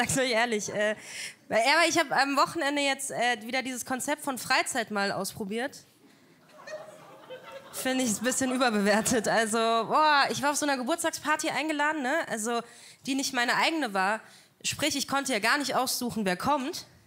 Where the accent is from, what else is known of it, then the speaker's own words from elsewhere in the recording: Berlin, Germany; ich komme aus Berlin, ja?